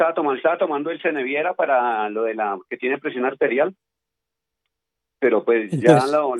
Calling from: Soacha, Cundinamarca, Colombia; hablo de Soacha, Cundinamarca.

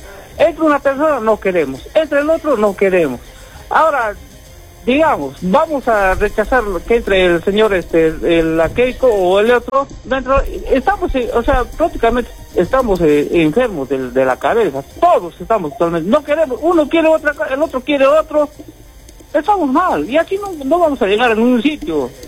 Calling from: Arequipa, Peru

